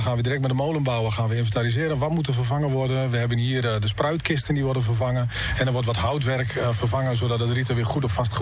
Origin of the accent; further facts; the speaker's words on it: Groningen, Netherlands; Dat staat mij heel erg aan als Groninger bij deze.